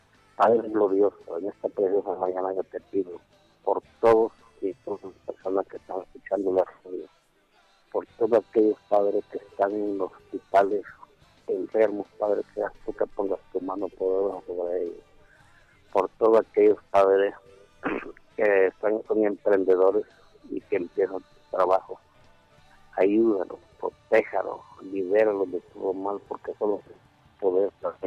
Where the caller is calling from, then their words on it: Lepaterique, Francisco Morazán, Honduras; De Lepanterica